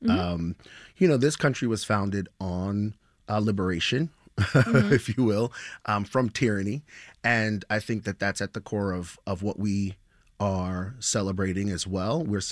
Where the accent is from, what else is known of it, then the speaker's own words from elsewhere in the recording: New York, United States; I'm from New York